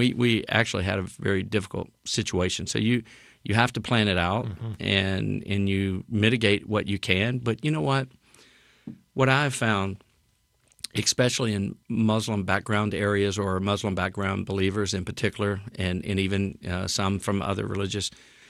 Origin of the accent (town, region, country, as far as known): United States